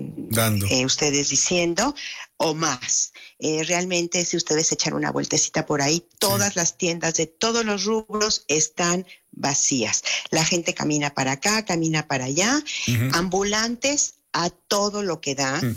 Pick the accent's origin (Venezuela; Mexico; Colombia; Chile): Mexico; Y me siento como mexicana tan impotente, tan impotente.